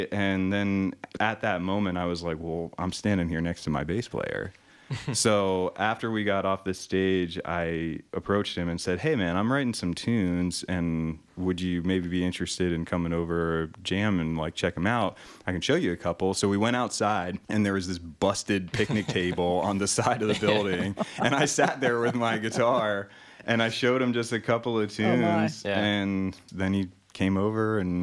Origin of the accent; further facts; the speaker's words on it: East Coast, United States; now in Fort Wayne, United States; No, I'm from the East Coast.